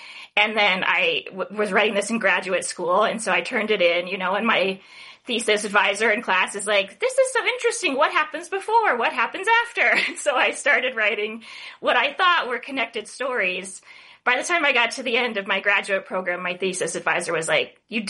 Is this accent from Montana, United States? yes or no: yes; Montana, United States; born there; also born or lived in Alaska; I was born in Alaska and then grew up partially on an island there and then in Montana, where I live now.